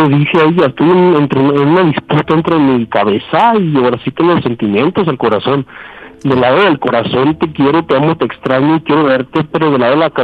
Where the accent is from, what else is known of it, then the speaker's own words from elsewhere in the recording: Tierra Caliente, Mexico; yo soy de Tierra Caliente